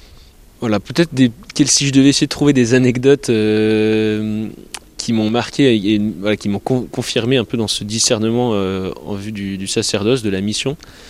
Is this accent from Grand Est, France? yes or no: yes; Épernay, Grand Est, France; j'ai grandi à Épernay